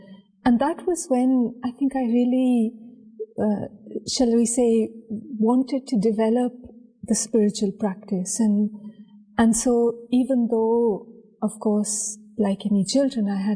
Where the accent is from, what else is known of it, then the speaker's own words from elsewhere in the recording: Delhi, India; So I think in my early years, it was really, I guess as a child, I would accompany my mother to the Brahma Kumari Center